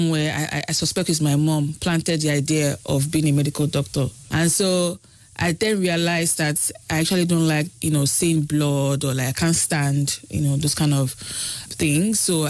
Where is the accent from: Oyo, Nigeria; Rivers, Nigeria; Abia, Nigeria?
Oyo, Nigeria; Ibadan; also born or lived in Lagos / Enugu; So I was born in Lagos, but my parents, so they moved first from Lagos to Enugu. So my first school was in Enugu before we then moved to Ibadan. It was a chilled, calm, you know, city, Ibadan.